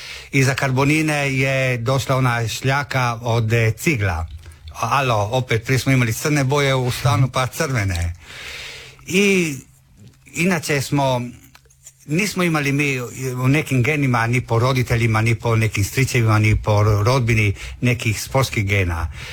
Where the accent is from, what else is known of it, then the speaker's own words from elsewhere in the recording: Pula, Istria County, Croatia; born there; 93. smo, pošto smo rođeni u Puli, smo dali zahtjev i imamo hrvatsko državljanstvo.